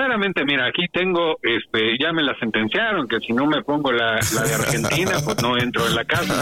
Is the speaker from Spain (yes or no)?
no; Mexico City, Mexico; born there; de que nací en las Lomas, nadie lo puede negar.